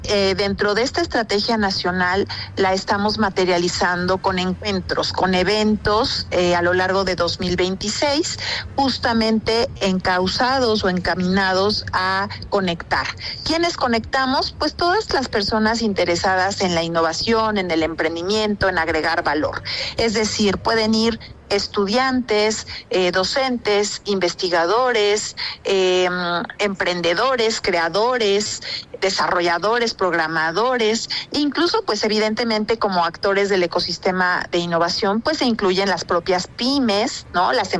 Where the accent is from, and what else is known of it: Mexico